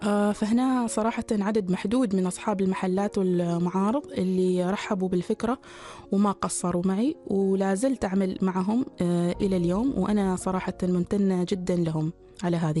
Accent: Oman; كفتاة عمانية افتخر كثير

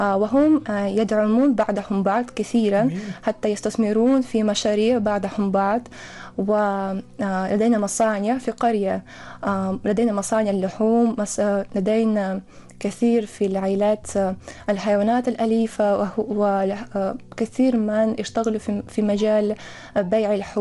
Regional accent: Russia; Arabic is a second language; أنا من روسيا، وقضيت في عمان 9 شهور في دراسة في جامعة سلطان قابوس.

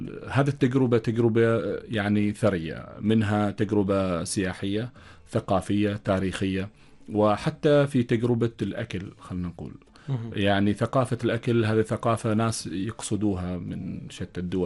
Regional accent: Oman; احنا كشعب عماني

